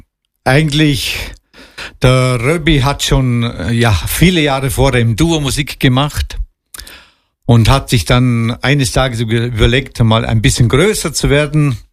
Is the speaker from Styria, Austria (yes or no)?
no; Schoppernau, Vorarlberg, Austria; Ich komme aus Schopenau und das ist ein Ort vorher in Au.